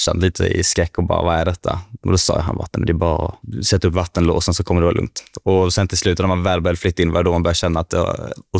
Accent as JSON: {"language": "Swedish", "town": "Karlskrona", "region": "Blekinge", "country": "Sweden", "lives_now": "Lund, Sweden", "said": "Jag är 20 år, jag kommer från Karlskrona och jag pluggar ju här i Lund på juristprogrammet och är precis klar med termin 2."}